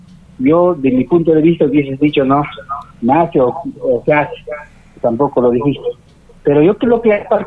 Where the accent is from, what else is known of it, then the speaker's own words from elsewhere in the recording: Puno, Peru; Yo soy de Puno, y yo nací en el campo, en los años 90